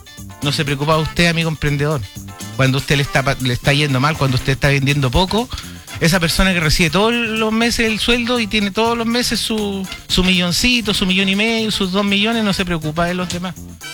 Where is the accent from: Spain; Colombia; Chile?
Chile; como chileno, como gente de la región